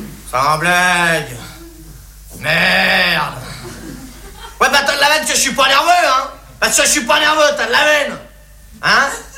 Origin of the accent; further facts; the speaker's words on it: France; je suis bien blasé, hein, je suis français